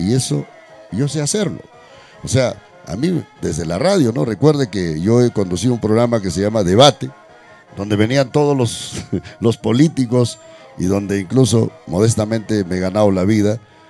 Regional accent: Huaraz, Ancash, Peru; mi Huaraz querido, a esta tierra que me vio nacer, a esta tierra que me vio llorar en el terremoto junto a las otras personas

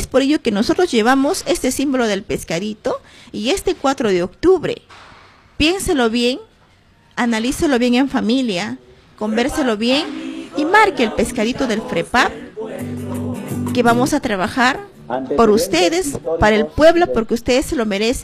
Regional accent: Pichanaki, Junín, Peru; born there; porque también soy madre, soy mujer, y quiero luchar con esa fuerza por mi pueblo, por mi Junín, por mi Pichanaki querido, quien me vio nacer.

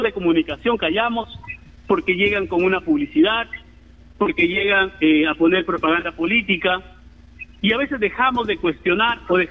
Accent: Olmos, Lambayeque, Peru; Mi pueblo de Olmos

